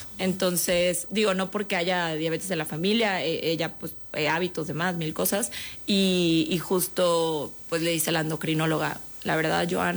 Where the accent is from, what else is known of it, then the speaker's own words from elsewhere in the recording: Guadalajara, Jalisco, Mexico; now in Mexico City, Mexico; Aparte, yo vivo aquí sola en la Ciudad de México, yo soy de Guadalajara.